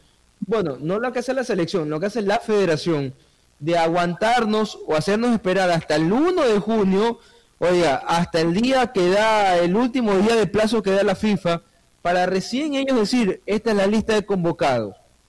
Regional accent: Ecuador; es mi país, soy orgullosamente ecuatoriano

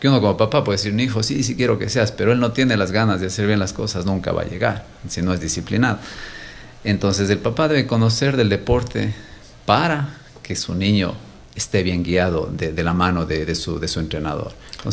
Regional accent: Gualaquiza, Morona Santiago, Ecuador; yo soy de Gualaquiza.

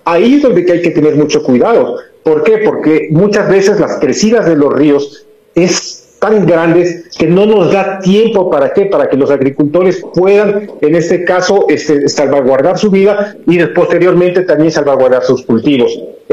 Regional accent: Tungurahua, Ecuador; Aquí yo no me voy a poner como tungurahuense, sino como ecuatoriano.

